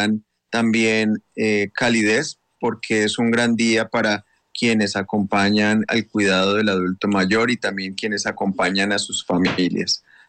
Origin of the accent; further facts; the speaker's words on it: Colombia; now in Brazil; soy colombiano y actualmente vivo en Brasil.